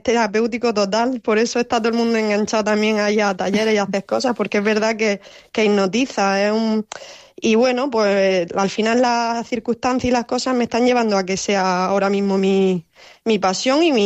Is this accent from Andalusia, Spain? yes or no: yes; Níjar, Andalusia, Spain; born there; Y yo vine chiquitilla, pero bueno, vine con 8 o 9 años, pero yo ya me siento de aquí. Y es verdad que desde que empecé con la cerámica es como que me siento mucho más del pueblo. Y nada, y ya sí soy de Níjar, se podría decir.